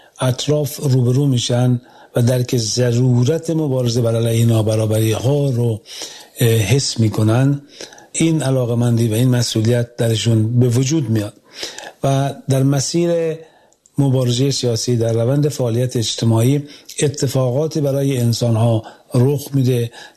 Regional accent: Semirom, Isfahan, Iran; moved away as an adult; من زاده سمیرام هستم، در میان کوهای زاگرس بزرگ شدم و با چنین طبیعتی آشنا بودم

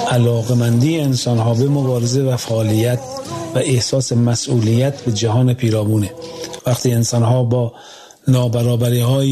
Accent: Semirom, Isfahan, Iran; moved away as an adult; من زاده سمیرام هستم، در میان کوهای زاگرس بزرگ شدم و با چنین طبیعتی آشنا بودم

